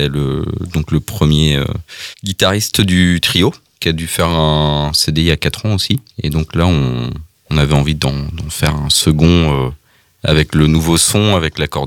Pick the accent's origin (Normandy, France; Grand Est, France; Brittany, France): Brittany, France; moi, je suis d'origine du Pays de Redon, même si en ce moment, je vis dans le Trégor